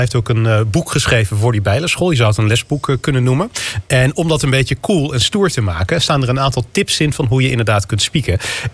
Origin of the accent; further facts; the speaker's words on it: North Brabant, Netherlands; Maar ik ben in Brabant opgegroeid.